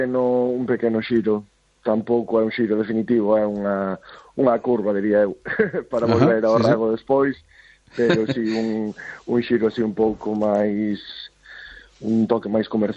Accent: Galicia, Spain; first language Galician; simplemente son galego, falo galego, a miña lingua é galego

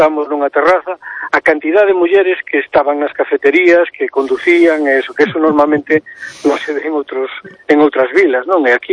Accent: Boiro, Galicia, Spain; pero eu sí que me sinto que hai moito tempo que teño a sensación de que non estou aquí, sino que son de Boiro, que digo.

